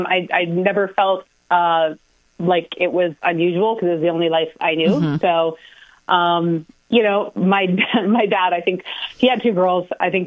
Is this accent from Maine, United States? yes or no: yes; Maine, United States; But I grew up in rural Maine. My parents owned a fishing lodge on the Maine and Canadian border. Mm. So it was very, very rural.